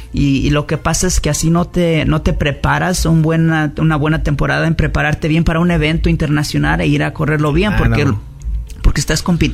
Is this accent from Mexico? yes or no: yes; Mexico; moved away